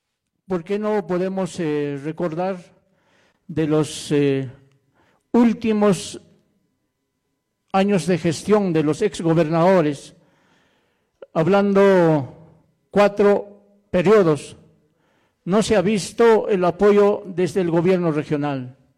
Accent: El Collao Province, Puno, Peru; yo soy de provincia del Collao

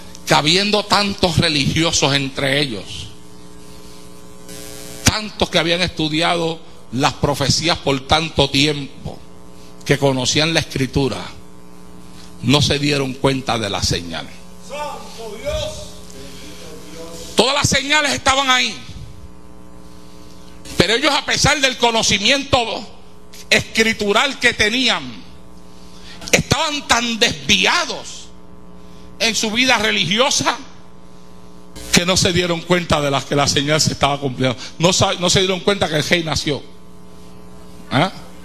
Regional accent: Santa Isabel, Puerto Rico

